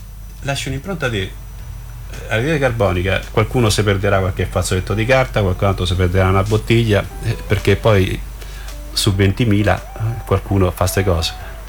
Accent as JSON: {"language": "Italian", "region": "Emilia-Romagna", "country": "Italy", "tie": "born or raised there", "said": "io sono cresciuto in Emilia Romagna"}